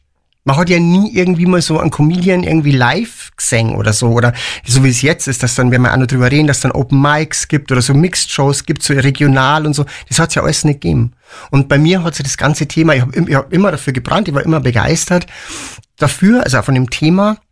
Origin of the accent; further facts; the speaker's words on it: Piding, Bavaria, Germany; ich bin aus Pieding.